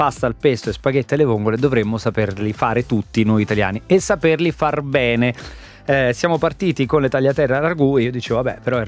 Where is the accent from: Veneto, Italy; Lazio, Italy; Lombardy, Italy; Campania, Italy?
Lazio, Italy; Rome; è una blasfemia da romano dire che non mi piace la carbonara